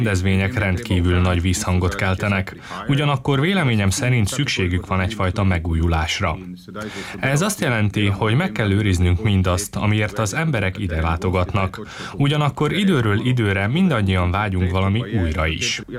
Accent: Lendava, Mura, Slovenia; úgy éreztem, hogy szeretnék visszatérni a szülővárosomba

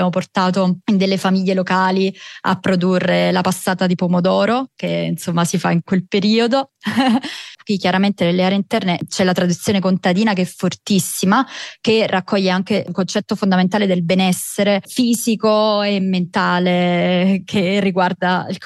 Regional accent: Naples, Campania, Italy; noi siamo di Napoli Centro

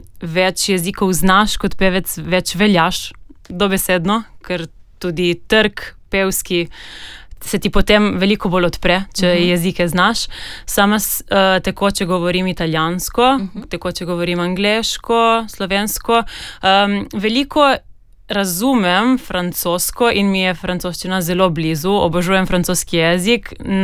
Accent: Slovenian Littoral, Slovenia; ker nisem bila skozi življenje v stiku z nemščino, sem iz Primorske.

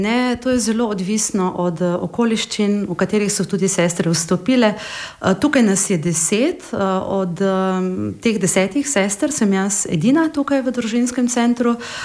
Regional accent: Ptuj, Drava, Slovenia; now in Maribor, Slovenia; Ja, tako, sem Ptujčanka, ponosna Ptujčanka na svoje mesto.

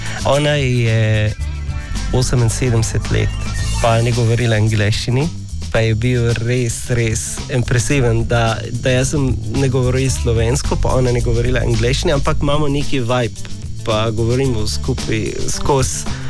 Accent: Sanaa, Amanat Al Asimah, Yemen; born there; Slovenian is a second language; moved away; also born or lived in Egypt / Gaza; Sem rojen v Jemnu, v Sana, pa pol vojne je začetek v Jemen, pa sem dobil neki bolet, pa zato smo šli van, jaz pa moja družina, od Jemen do Egipt

